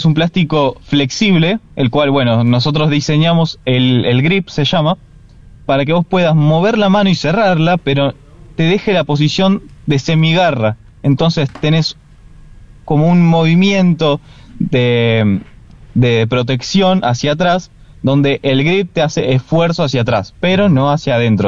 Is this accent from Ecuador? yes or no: no; Mar del Plata, Buenos Aires Province, Argentina; como somos de acá de Mar del Plata